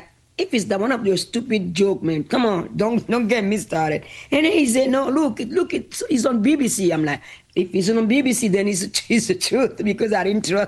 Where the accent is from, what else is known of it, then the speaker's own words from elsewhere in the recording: Benin; because I'm still that curious little girl growing up in Benin, asking relentlessly questions.